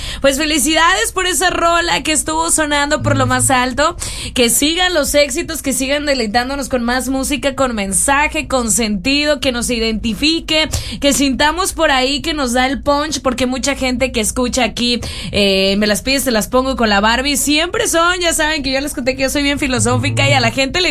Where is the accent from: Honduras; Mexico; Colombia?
Mexico; una rola que nos identificó a todos los mexicanos, porque en México somos todos.